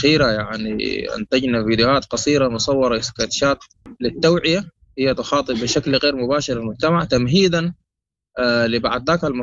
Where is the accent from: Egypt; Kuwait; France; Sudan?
Sudan; نحن الآن كشعب سوداني